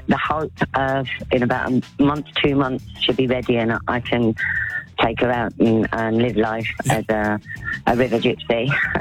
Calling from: Wolverhampton, West Midlands, United Kingdom

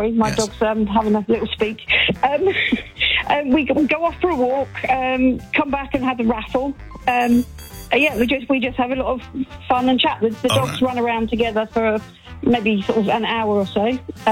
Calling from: Witney, South East England, United Kingdom; I'm calling from Whitney in Oxfordshire.

